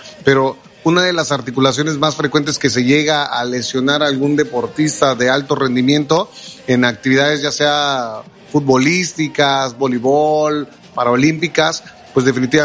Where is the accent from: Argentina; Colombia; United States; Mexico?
Mexico; Veracruz; No, soy de Veracruz. Gracias, orgullosamente veracruzano y para los veracruzanos.